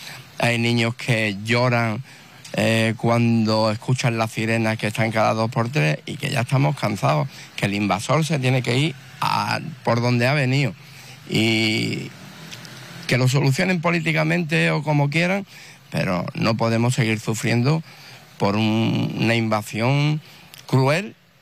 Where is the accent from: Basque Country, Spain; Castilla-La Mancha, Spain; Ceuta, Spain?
Ceuta, Spain; nosotros somos ciudadanos de Ceuta, como cualquier otro barrio